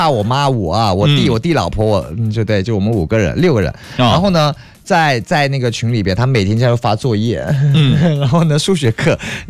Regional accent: southern China, China; 我们南方没有，我们南方没这样啊。

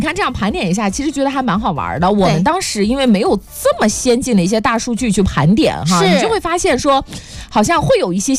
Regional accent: Shandong, China; accent: Shandong dialect; moved away; 我是山东的。

